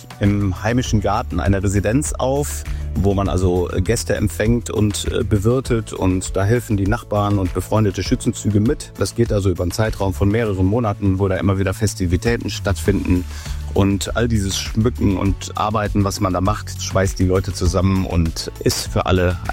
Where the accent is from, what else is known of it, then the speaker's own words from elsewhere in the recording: Kaarst, North Rhine-Westphalia, Germany; ich komme aus Karst. Das liegt im Rheinkreis Neuss.